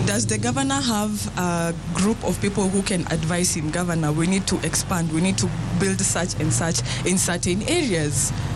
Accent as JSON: {"language": "English", "region": "Nyeri County", "country": "Kenya", "said": "like my ward, I come from Agodhi Gaki."}